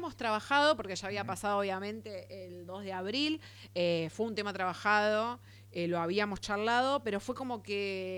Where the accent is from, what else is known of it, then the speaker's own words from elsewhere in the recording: Argentina; muchos de los valores que tenemos nosotros como argentinos, de ser empáticos, ser solidarios, ser justicieros